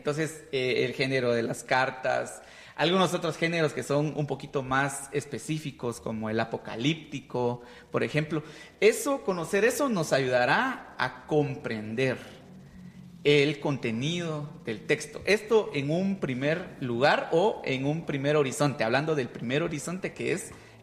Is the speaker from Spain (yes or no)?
no; Guatemala